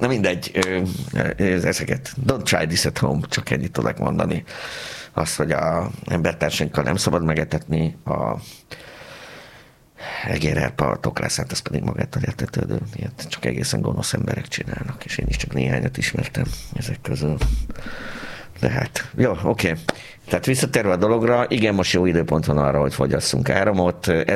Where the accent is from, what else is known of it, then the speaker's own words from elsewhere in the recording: Pécs, Baranya, Hungary; én ezt se tudom mondani, hogy én pécsiként sosem libikókáztam, mert mi döcögőztünk, drága.